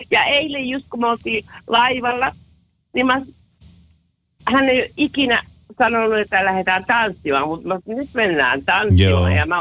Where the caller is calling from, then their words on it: Sweden; Mä olen ruotsalainen